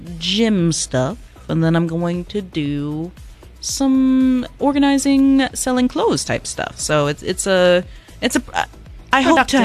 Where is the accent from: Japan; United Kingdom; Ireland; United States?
Ireland; Listen, I'm not Italian.